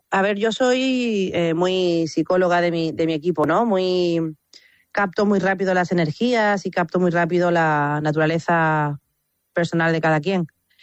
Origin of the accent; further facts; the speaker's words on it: Andalusia, Spain; pero prácticamente estamos en Andalucía, y mira, tocar en mi tierra, eso es lo más cercano a una residencia que puedo tener.